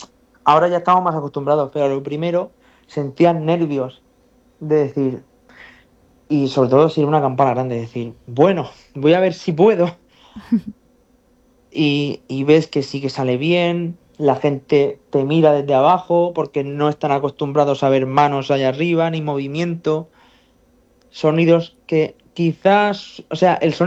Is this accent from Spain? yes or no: yes; Rojales, Valencian Community, Spain; yo soy de Rojales